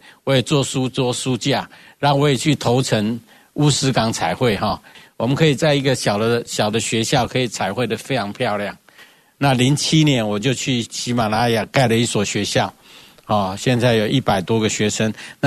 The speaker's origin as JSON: {"language": "Chinese", "region": "Hakka", "country": "Taiwan", "also_born_or_lived": "Indiana, United States / Chicago, United States", "lives_now": "Taipei, Taiwan", "said": "因为我是客家人，但是我现在台语讲的比客家话好"}